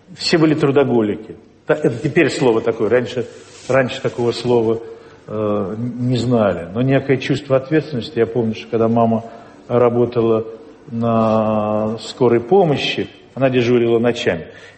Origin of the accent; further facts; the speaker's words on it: Siberia, Russia; born there; Я родился вообще в Сибири.